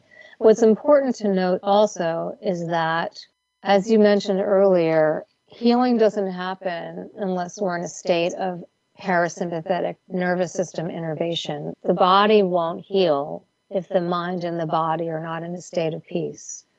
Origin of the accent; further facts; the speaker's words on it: New York, United States; I'm a New Yorker